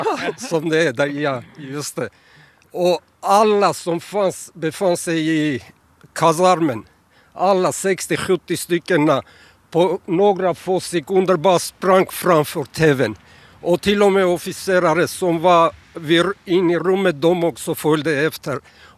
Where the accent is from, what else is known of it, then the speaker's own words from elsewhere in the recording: Armenia; now in Upplands Väsby, Sweden; När jag flyttade hit från Armenien 1995.